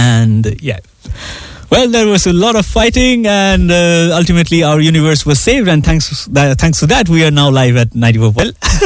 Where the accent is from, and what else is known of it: India; moved away